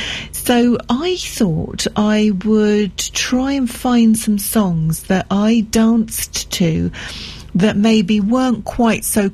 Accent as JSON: {"language": "English", "region": "London", "country": "United Kingdom", "tie": "born or raised there", "said": "And I grew up in London, so a lot of my time was spent in central London as well."}